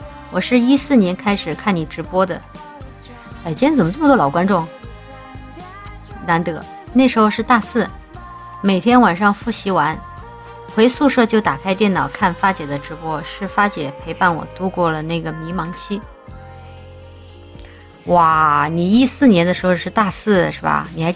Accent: southern China, China; also born or lived in Shanghai / Chongqing; 我也是南方人啊，我们那边都是魔法攻击。你想我待的比较久的两个城市，上海、重庆，都不知道说哪一家更潮，都很潮湿。

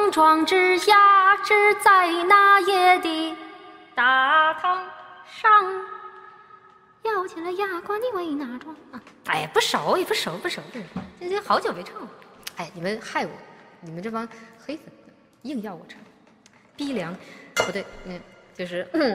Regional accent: Chongqing, China; 我们重庆人还是很淳朴的啊

